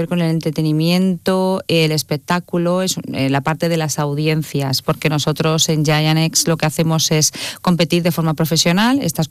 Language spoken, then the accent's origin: Spanish; Madrid, Community of Madrid, Spain; moved away as an adult; now in Málaga, Spain; cuando vine a Málaga, pues yo soy de Madrid, cuando vine a Málaga hace ya 22, 23 años